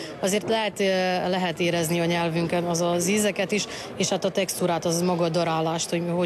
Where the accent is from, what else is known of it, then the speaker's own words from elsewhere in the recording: Laskó, Osijek-Baranja County, Croatia; Laskóról származok